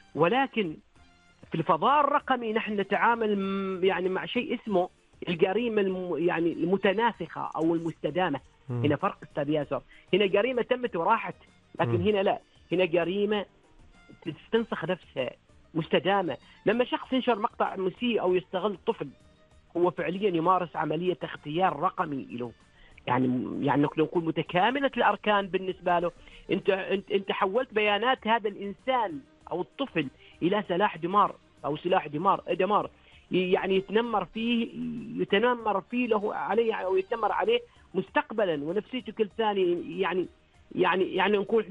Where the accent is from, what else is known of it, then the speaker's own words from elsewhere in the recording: Oman; الاجهزه الامنيه عندنا في سلطنة عمان استاذ ياسر ما شاء الله تتسابق بخطواتها.